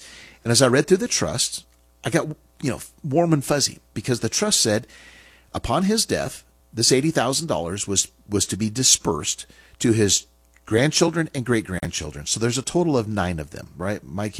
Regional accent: Reno, Nevada, United States; I was raised in Reno. He worked for Bill Lear on the Learjet. I spent my childhood years out in Stead.

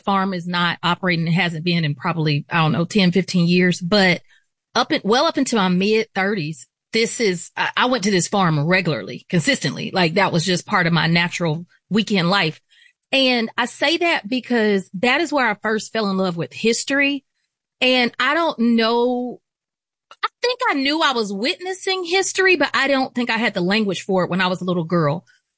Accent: Atlanta, Georgia, United States; also born or lived in Barnesville, United States; I grew up in Atlanta, Georgia, and I also consider Barnesville, Georgia, a hometown of mine because that is where my mom is from.

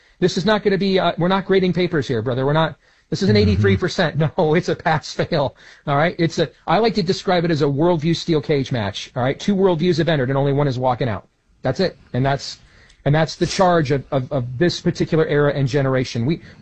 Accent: Iowa, United States; I've seen in my home state of Iowa, we've got a primary coming up on Tuesday.

